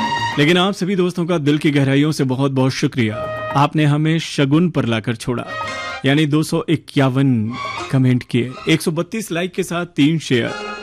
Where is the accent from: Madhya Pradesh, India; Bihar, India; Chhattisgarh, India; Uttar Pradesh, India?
Chhattisgarh, India; Surajpur; अगीना साल जिला सूरजपुर छत्तीसगढ़ से।